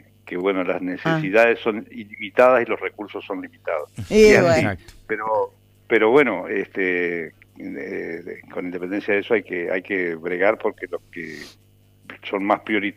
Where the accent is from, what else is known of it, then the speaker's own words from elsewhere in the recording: Larroque, Entre Ríos, Argentina; born there; en mi caso nací en La Roque cuando hace añares, claro, y hoy en La Roque casi no hay larroquense, digamos.